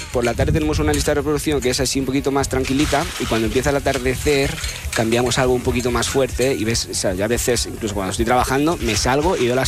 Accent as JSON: {"language": "Spanish", "town": "Casar de Cáceres", "region": "Extremadura", "country": "Spain", "said": "Yo soy extremeño. Extremadura por bandera, soy del Casar de Cáceres, guiño, guiño, de la torta del Casar."}